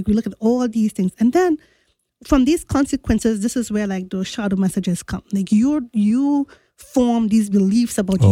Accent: Trinidad & Tobago; growing up in Trinidad

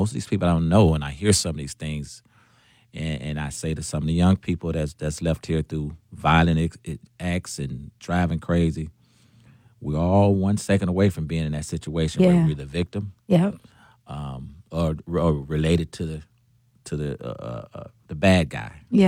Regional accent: Milwaukee, Wisconsin, United States; And what Milwaukee, growing up in Milwaukee, has taught me is we have a long way to go

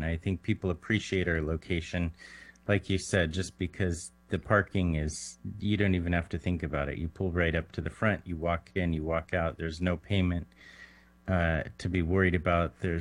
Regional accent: Bakersfield, California, United States; You know, me being born and raised in Bakersfield, and my dad living in Fresno for over 35 years

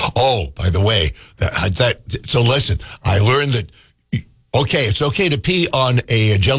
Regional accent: Biddeford, Maine, United States; I grew up in Biddeford Pool, needless to say. I taught myself to surf there.

